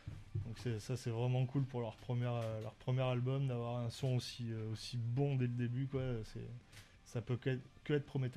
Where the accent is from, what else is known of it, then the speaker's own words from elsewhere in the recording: Bordeaux, Nouvelle-Aquitaine, France; moved away; C'est bordelais, c'est, je suis originaire de Bordeaux à l'origine.